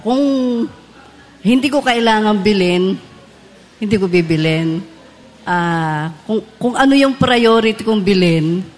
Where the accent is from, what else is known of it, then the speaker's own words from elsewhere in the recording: Balanga, Central Luzon, Philippines; Balanga, Bataan.